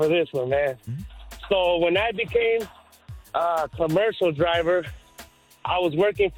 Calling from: Perris, California, United States; I'm calling from Paris, and I'm not saying Paris, France. Paris, California, man.

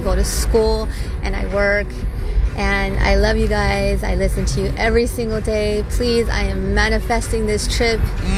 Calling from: Claremont, California, United States; I'm calling from Claremont.

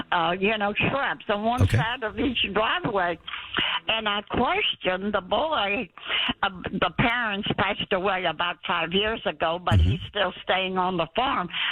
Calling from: Victoria, Texas, United States

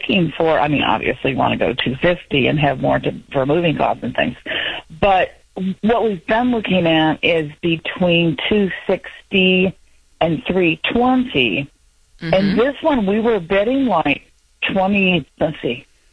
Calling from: Saginaw, Michigan, United States; Our daughter's in Grand Rapids. We're in Saginaw. I mean, we're like 2.5 hours away

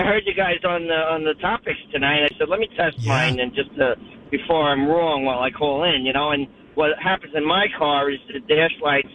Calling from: Lancaster, Massachusetts, United States; I live in Lancaster, Mass, but I'm on I-93 right now, headed to New Hampshire for work.

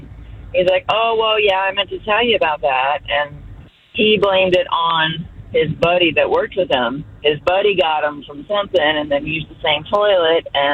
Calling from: Stafford County, Virginia, United States; And I am from Stafford County, Virginia.

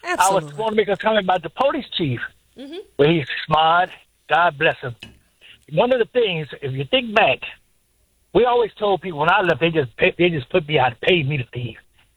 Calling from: United States; I'm from Lake Park

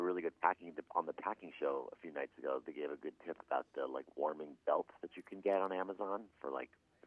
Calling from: Marin, California, United States; I'm calling in from Marin, California right now.

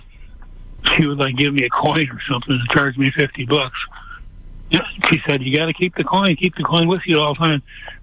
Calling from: Texas, United States; I'm right here on the border, actually. I'm 5 miles from Reynosa.

